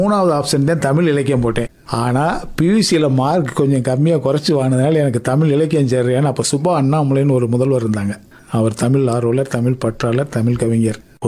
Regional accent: Sholavandan, Tamil Nadu, India; என்னோட சொந்த ஊர் சோழவந்தான். என் கூட பிறந்தவங்க 7 பேர்.

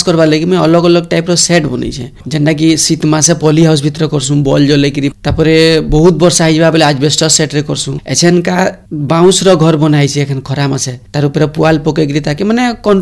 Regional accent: Odisha, India; ଯେନ୍ତାକି ମୋର ଗାଁଟା ହୀରାକୁଦ ଡ୍ୟାମ୍ର ବ୍ୟାକ୍ୱାଟର୍ରେ ଅଛେ

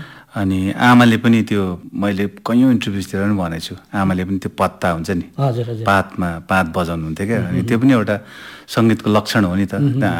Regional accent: West Bengal, India; हामी म सानो हुनदेखि नै आकाशवाणी खरसाङ सुन्थ्यौँ होइन। यो हाम्रो दार्जिलिङ भेगको पहाड भेगको एउटा ठुलो ठाउँ हो।

